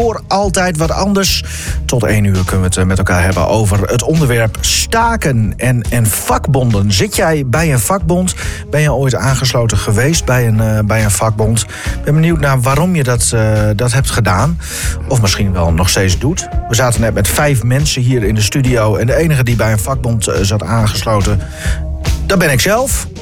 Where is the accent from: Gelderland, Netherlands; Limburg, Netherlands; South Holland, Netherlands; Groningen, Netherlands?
Groningen, Netherlands; Want zijn wij als Groningers een beetje een stakingsvolk?